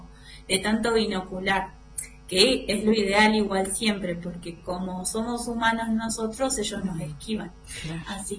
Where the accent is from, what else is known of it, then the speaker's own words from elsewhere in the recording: Patagonia, Argentina; moved away as an adult; also born or lived in Misiones; now in Puna, Jujuy, Argentina; He vivido en todos lados y lo que pasa es que a mí me tiran mis raíces, yo soy bosque andino patagónica.